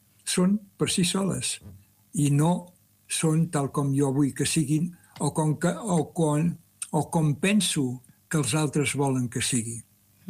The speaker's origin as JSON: {"language": "Catalan", "town": "Argentona", "region": "Catalonia", "country": "Spain", "also_born_or_lived": "Mataró", "moved": "as an adult", "said": "Si jo estigués a Argentona, el meu poble, o Mataró, la ciutat en la que he estat els últims 40 anys"}